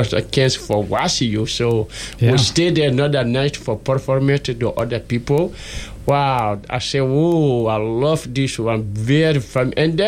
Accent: Guinea; I am from Guinea, West Africa.

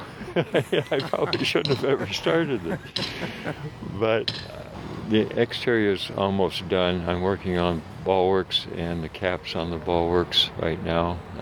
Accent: Bellingham, Washington, United States; also born or lived in Port Townsend / Skagit County / Guemes Island; I moved up into Skagit County, back closer to, I grew up in Bellingham, I moved back closer there.

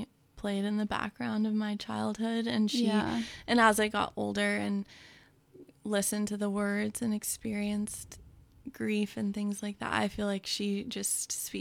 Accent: California, United States; born there; moved away as an adult; also born or lived in Texas; now in Olympic Peninsula, Washington, United States; I grew up mostly in California and kind of was back and forth to Texas. As well, and most of my family still lives there. And then I moved up to the peninsula in 2020

